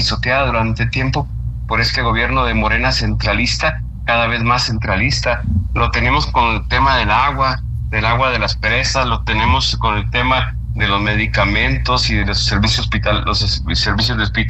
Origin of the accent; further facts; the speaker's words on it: Chihuahua, Mexico; Eso somos los chihuahuenses